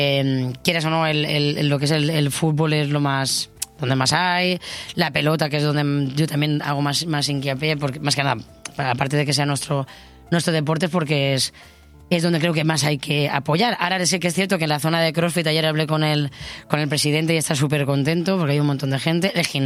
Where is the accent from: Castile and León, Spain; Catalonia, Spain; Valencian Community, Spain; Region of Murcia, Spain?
Valencian Community, Spain; Polop; yo evidentemente sé que quiero vender de mi pueblo.